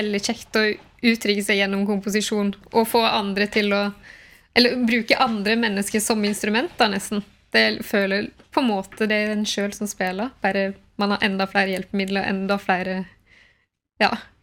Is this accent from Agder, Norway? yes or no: no; Breim, Vestland, Norway; Det finnes i Breim der jeg kommer ifra.